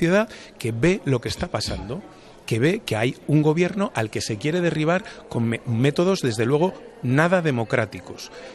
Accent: Catalonia, Spain; Yo soy catalana como tú

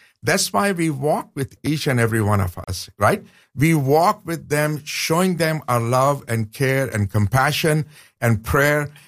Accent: Pakistan; Sure. Born and raised in Pakistan.

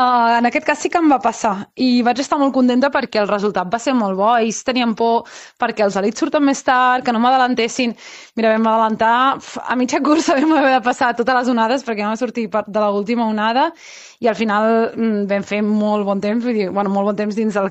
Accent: Vilassar de Mar, Catalonia, Spain; jo soc de Vilassar de Mar, vull dir que la muntanya és el castell de Burriac

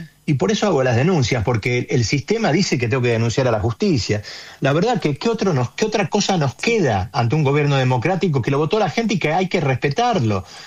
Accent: Argentina; qué es lo que queremos como argentinos

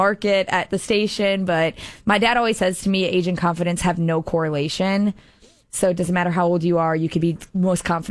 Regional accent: Chicago, Illinois, United States; Chicago. Yeah.

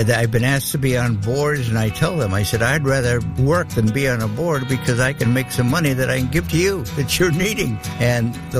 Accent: Brighouse, Yorkshire and the Humber, United Kingdom; born there; So she got over there, and lo and behold, I was born in Brig House, Yorkshire, England, up near the border of Scotland.

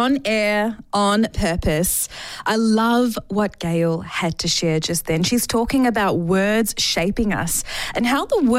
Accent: New Zealand; moved away as an adult; also born or lived in India; now in Australia; I'm originally from India. And moved to New Zealand when I was about 1 year old, and then moved to Australia about 6 years ago now.

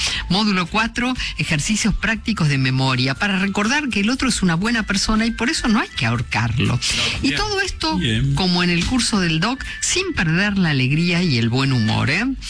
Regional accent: Posadas, Misiones, Argentina

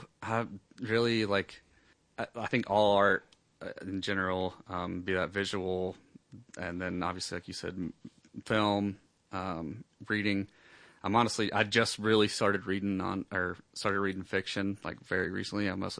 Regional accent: Calhoun, Georgia, United States; no, I'm from Calhoun. Calhoun. Fairmount, Georgia. Rural North Georgia. Yeah, lived there. Or I grew up there

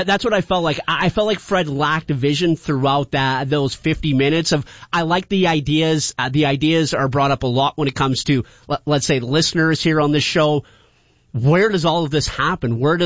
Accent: Sudbury, Ontario, Canada; I grew up in Sudbury, a lot of co-ops out there.

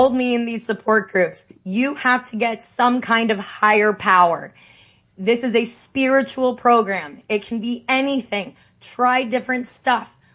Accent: Santa Monica, California, United States; born or raised there

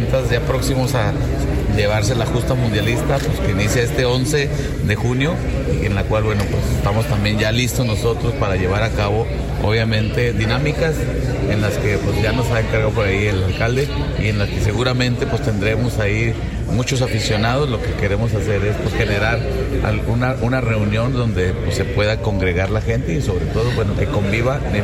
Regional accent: Mexico; creo que mucha gente de último momento va a hacer reservaciones, que así somos también los mexicanos, ¿no?

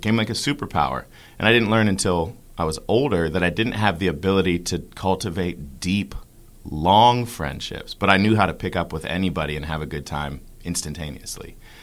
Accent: Columbus, Ohio, United States; born there; also born or lived in Alabama / Georgia / England / Virginia; My dad was in the Air Force, so I was born in Columbus, Ohio. We moved to Alabama, Georgia, England, Virginia.

